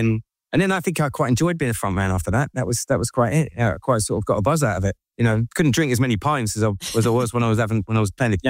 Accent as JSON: {"language": "English", "town": "Eastbourne", "region": "South East England", "country": "United Kingdom", "tie": "born or raised there", "said": "We grew up in Eastbourne at the time."}